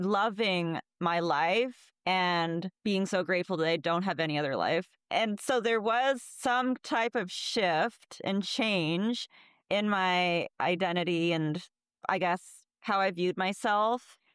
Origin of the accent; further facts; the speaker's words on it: Alaska, United States; When I started, like, when I would say, oh, I'm from Alaska, they're like, oh, so what are you?